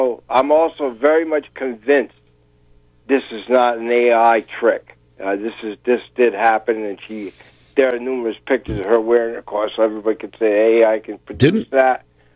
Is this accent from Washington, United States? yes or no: no; Danielson, Connecticut, United States; I have a very close friend that I grew up with here in Danielson